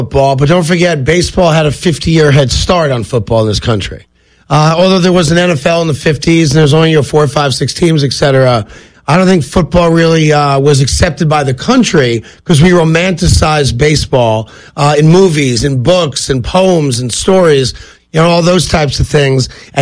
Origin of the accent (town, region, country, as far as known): East Coast, United States; born or raised there